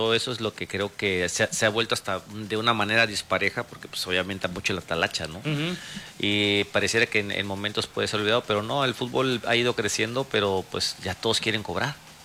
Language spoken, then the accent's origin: Spanish; Poza Rica, Veracruz, Mexico; moved away; Ahí está mi veterana, mi tierrita.